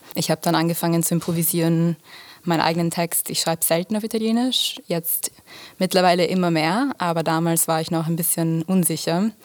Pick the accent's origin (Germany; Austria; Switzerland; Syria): Austria; Vienna; ich bin in Wien aufgewachsen. Ich bin halb Italienerin, halb Australierin, aber eigentlich Wienerin im Herzen. Also meine Eltern sind hergezogen für Musik